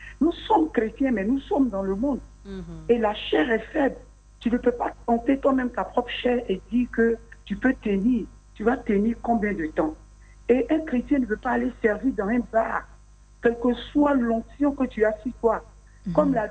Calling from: Bingerville, Abidjan, Côte d’Ivoire; J'appelle de Bergerville.

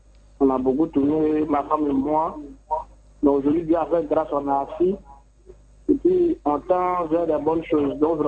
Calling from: Côte d’Ivoire; J'appelle de la maison d'Arlété, précisément Awe.

